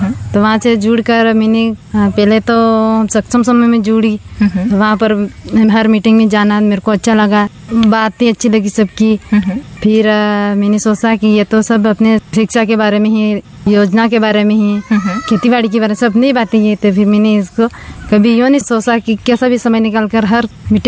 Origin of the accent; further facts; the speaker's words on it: Ghatol, Rajasthan, India; ग्राम पंचायत रोंजिया, तहसील घाटोल, जिला बांसवाड़ा, राज्य राजस्थान।